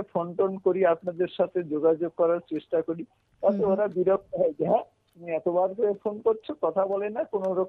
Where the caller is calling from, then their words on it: Siliguri, West Bengal, India; আমি শিলিগুড়ি বাগাজোটিং পার্ক থেকে